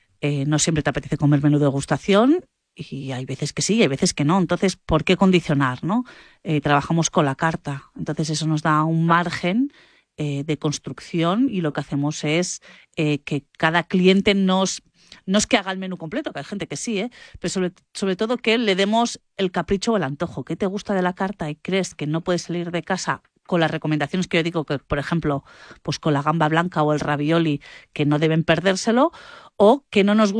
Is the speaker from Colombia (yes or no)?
no; Cambrils, Catalonia, Spain; yo soy de Cambrils